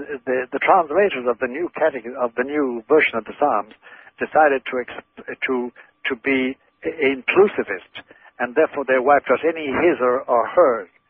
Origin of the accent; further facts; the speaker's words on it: Ireland; first language Irish Gaelic; English is a second language; My Gaelic language, my native tongue Gaelic